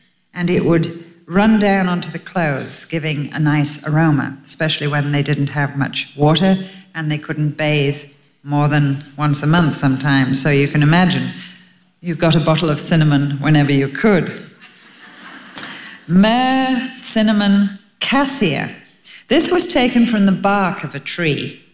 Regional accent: England, United Kingdom; Maybe I'm the only one that makes rice puddings, being English, but I always load it with cinnamon.

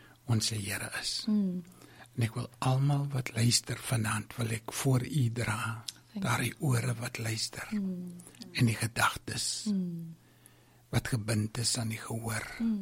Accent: Mossel Bay, Western Cape, South Africa; ek is gebore hier in Mosselbaai. Ek het groot geword tot op matriek en toe ek weggegaan vir opleiding rondom evangeliewerk

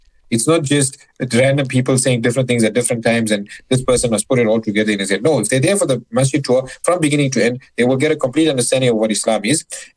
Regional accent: Durban, KwaZulu-Natal, South Africa; specifically Northcliffe, so that's in Johannesburg, and I'm from Durban, but I'll be flying up on Saturday morning just for this.

